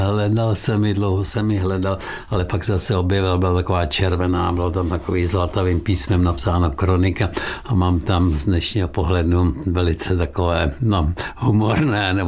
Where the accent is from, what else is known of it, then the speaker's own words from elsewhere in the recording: Letohrad, Pardubice Region, Czechia; also born or lived in Liberec; narodil jsem se v Jamberku a bydleli jsme v Letohradě, tehdy se to jmenovalo Kišperk. A teprve po válce v roce 1947 se rodiče rozhodli odstěhovat do Liberce